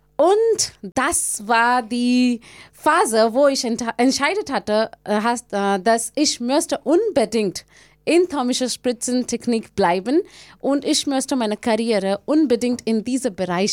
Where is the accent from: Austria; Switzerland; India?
India; German is a second language; In einer anderen Stadt in Indien. Davor hatte ich auch von meiner Heimat, davor musste ich von meiner Heimat umsehen, so einen anderen Ort, sehr weit weg.